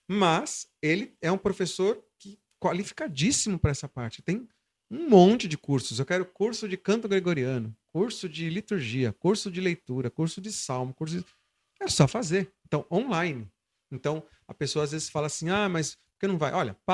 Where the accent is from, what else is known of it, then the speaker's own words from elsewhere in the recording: Brazil; A facilidade, nós somos brasileiros, né?